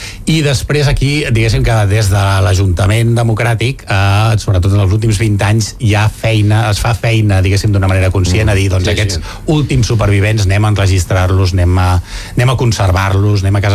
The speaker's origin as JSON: {"language": "Catalan", "town": "Granollers", "region": "Catalonia", "country": "Spain", "said": "És, Clar, és directe, jo sóc de Granollers."}